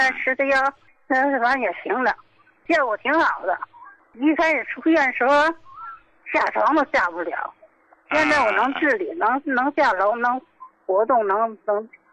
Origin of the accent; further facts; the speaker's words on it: Qinhuangdao, Hebei, China; 我是秦皇岛的，我今年68了。